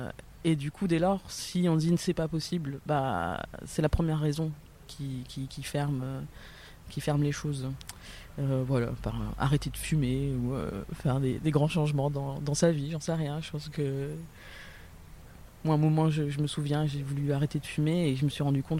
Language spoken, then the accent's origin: French; Lille, Hauts-de-France, France; là où je vis à Lille depuis toujours.